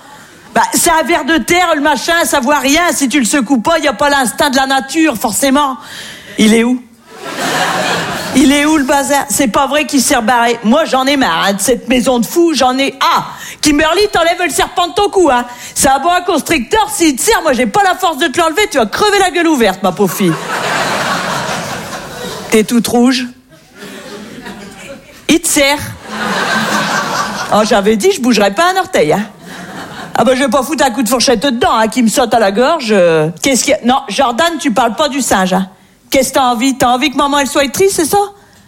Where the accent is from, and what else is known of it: Hauts-de-France, France